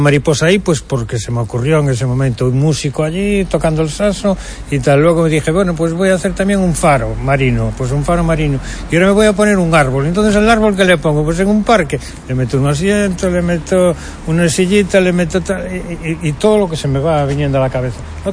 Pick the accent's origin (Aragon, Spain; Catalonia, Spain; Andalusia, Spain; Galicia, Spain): Galicia, Spain; Santiago de Compostela; el barrio de Santa Marta. Sí, llevo sobre 30 años más o menos. Y nací en la Puente Pedriña, pero bueno, que soy de Santiago de toda la vida.